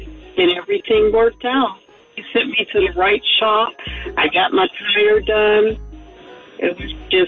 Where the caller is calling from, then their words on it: Atlanta, Georgia, United States; I'm in the Atlanta area.